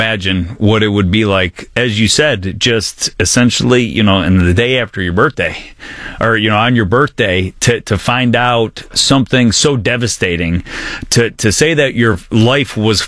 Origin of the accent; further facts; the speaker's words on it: Detroit, Michigan, United States; the suburbs that I grew up in Detroit